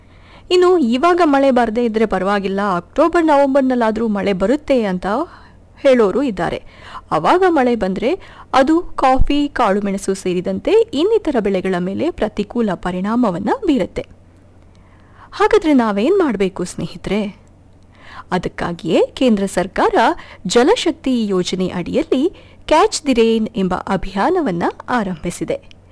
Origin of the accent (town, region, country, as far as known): Kodagu, Karnataka, India